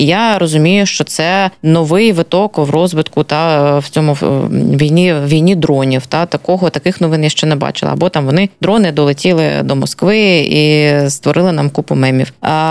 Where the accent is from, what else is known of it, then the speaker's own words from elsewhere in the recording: Luhansk Oblast, Ukraine; moved away; про мою рідну Луганщину